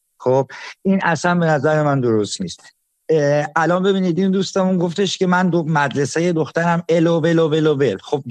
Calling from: Iran; من به عنوان یک ایرانی

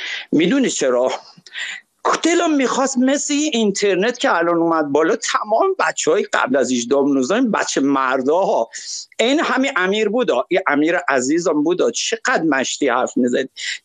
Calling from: Shiraz, Fars, Iran; برم مرد کاکو از شیراز

